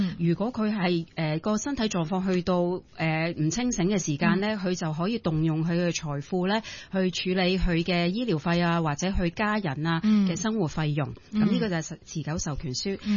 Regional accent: China; 咁但係有好多時候，可能我哋中國人啊，都比較難於啟齒嘅。

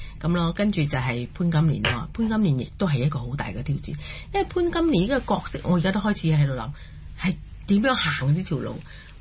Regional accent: Macau; 我係澳門一個土生土長一個人，我唔係一個紅褲仔出身嘅人

